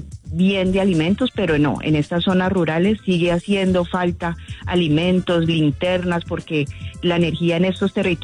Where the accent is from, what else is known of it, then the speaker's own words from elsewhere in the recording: Cali, Valle del Cauca, Colombia; tenemos que seguirnos moviendo como caleños, como vallecaucanos y como colombianos para que esto salga nuevamente adelante, porque podemos.